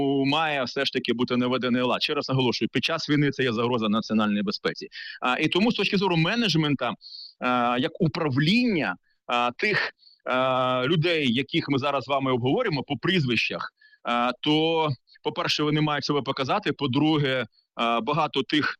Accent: Mykolaiv, Mykolaiv Oblast, Ukraine; я сам з Миколаєва

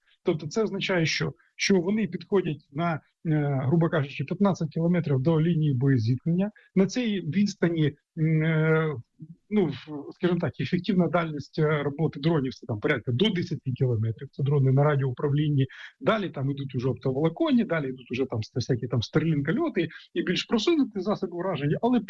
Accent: Sumy, Sumy Oblast, Ukraine; прикордонні міста, такі як моє рідне місто Суми

